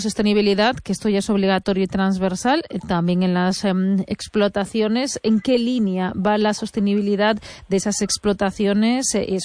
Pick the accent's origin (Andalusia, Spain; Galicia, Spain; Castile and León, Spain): Galicia, Spain